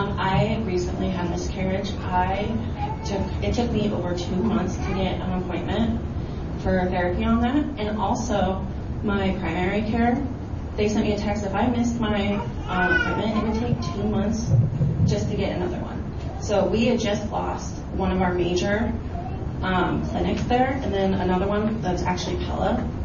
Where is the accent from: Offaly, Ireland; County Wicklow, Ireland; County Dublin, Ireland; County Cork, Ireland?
County Wicklow, Ireland; Hi, I'm actually from Wicklow County.